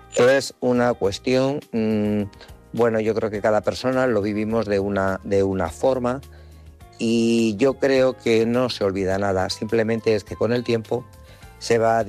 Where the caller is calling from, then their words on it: Guadalajara, Castilla-La Mancha, Spain; de Guadalajara.